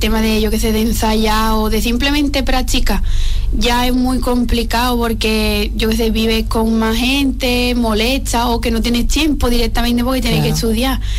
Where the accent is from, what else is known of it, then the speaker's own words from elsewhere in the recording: Arcos de la Frontera, Andalusia, Spain; lo conozco más o menos como de vista, porque somos de pueblos diferentes, de Espera, y Íñigo y yo somos de aquí de Arcos, pero sí que nos conocíamos, tú sabes, lo típico de que te conoces de los pueblos de al lado y demás.